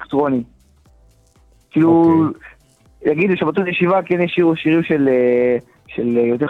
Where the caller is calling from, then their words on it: Elad, Central District, Israel; אני מאלעד.